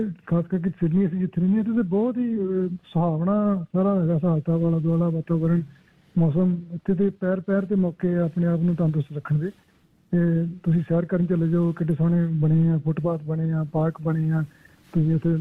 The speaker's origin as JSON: {"language": "Punjabi", "town": "Amritsar", "region": "Punjab", "country": "India", "tie": "born or raised there", "moved": "as an adult", "said": "ਅਸੀਂ ਸਾਰੀ ਪੰਜਾਬ ਤੋਂ ਅੰਮ੍ਰਿਤਸਰ, ਸ੍ਰੀ ਅੰਮ੍ਰਿਤਸਰ ਸਾਹਿਬ ਤੋਂ ਬਿਲੋਂਗ ਕਰਦੇ ਹਾਂ। ਪਿੱਛੋਂ ਸਾਡਾ ਪਿੰਡ ਵੈਸੇ ਹੈਗਾ ਵਾ ਸੂਰੋ ਪੱਡਾ, ਮਹਿਤੇ ਲਾਗੇ, ਪਰ ਸਾਡੀ ਪਰਵਰਿਸ਼ ਜਿਹੜੀ ਆ ਉਹ ਅੰਮ੍ਰਿਤਸਰ ਸ਼ਹਿਰ 'ਚ ਹੋਈ ਹੈ।"}